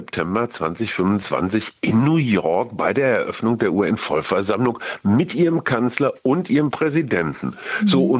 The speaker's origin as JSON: {"language": "German", "country": "Germany", "said": "Wir fühlen uns ja schon auch ganz schön dufte als Deutsche."}